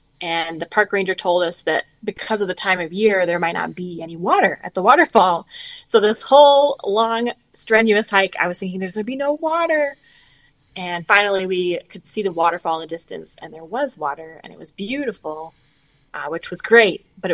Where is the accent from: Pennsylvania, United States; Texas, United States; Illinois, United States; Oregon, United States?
Illinois, United States; West Chicago; moved away as an adult; now in Brewster, Washington, United States; I grew up in West Chicago, Illinois, and moved out to Washington back in 2013.